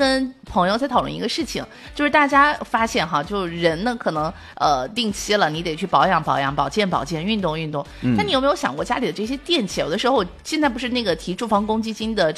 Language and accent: Chinese; China; 我们中国人